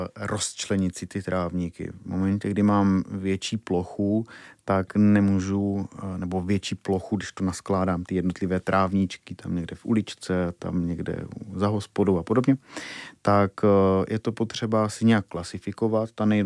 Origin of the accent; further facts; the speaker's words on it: Šumice, Zlín Region, Czechia; dělá se to úplně hore nohama, jak se říká u nás v Šumicích.